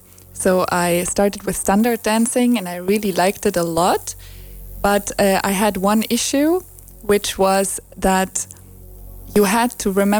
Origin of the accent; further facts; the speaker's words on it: Germany; English is a second language; moved away as an adult; also born or lived in Netherlands; I grew up in Germany